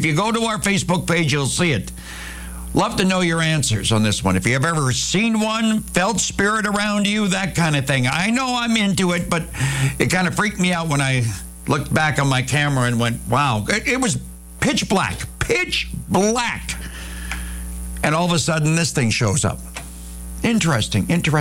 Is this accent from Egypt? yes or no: no; Saskatchewan, Canada; moved away; I used to do that all the time growing up in Saskatchewan.